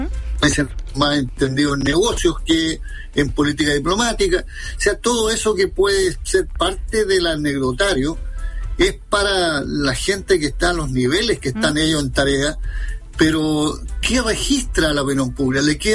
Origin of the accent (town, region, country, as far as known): Chile